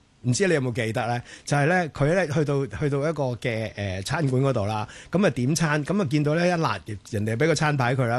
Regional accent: Hong Kong; 我记得我以前喺外国读书嘅时候咧，一去到外国任何一个外国地方啊，啲人问你喺边度嚟噶，我香港，

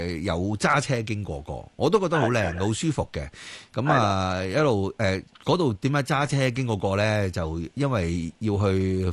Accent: Kowloon, Hong Kong; 我就喺土瓜灣啊、九龍城啊呢一帶成長，所以我對呢個地方好有感情啊

